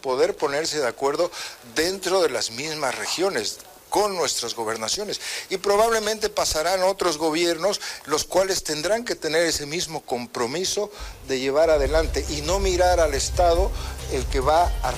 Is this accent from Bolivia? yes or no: yes; Bolivia